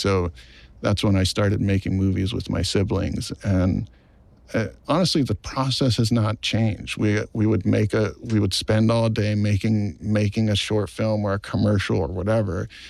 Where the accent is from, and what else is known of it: Maui, Hawaii, United States; born or raised there